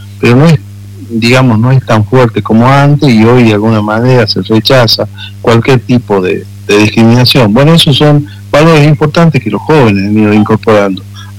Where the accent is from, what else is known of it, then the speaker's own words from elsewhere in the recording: La Rioja, Argentina; nosotros lamentablemente, como riojanos, no enseñamos nuestra historia.